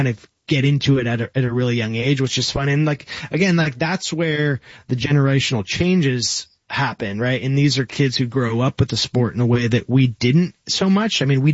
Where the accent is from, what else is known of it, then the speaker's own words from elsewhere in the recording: Bay Area, California, United States; growing up in the Bay Area